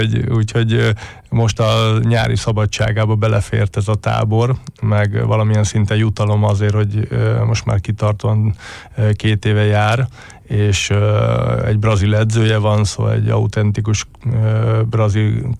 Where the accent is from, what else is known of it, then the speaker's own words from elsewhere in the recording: Paks, Tolna, Hungary; moved away; hogy törzsgyökeres paksi vagyok